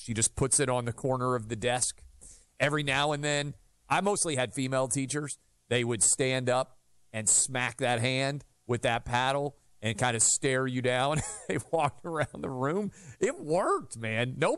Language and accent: English; New York City, New York, United States; This is where growing up in New York City